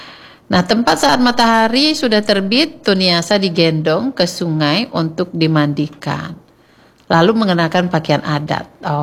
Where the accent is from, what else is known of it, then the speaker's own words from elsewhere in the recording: Bali, Indonesia; Sama dengan kita, kalau kita orang Bali Hindu